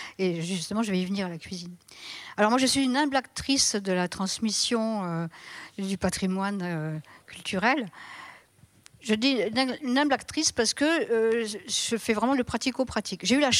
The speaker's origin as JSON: {"language": "French", "region": "Grand Est", "country": "France", "said": "Et puis en plus, moi je venais de la Marne, il a fallu apprendre ici."}